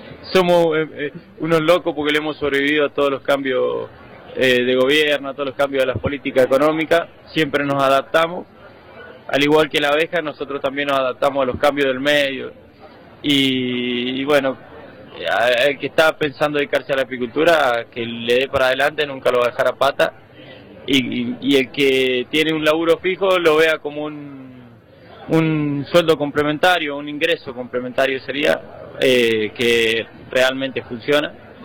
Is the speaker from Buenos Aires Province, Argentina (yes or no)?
no; Vista Flores, Mendoza, Argentina; Soy de Vista Flores, un pueblito ubicado en el oeste, centro-oeste mendocino.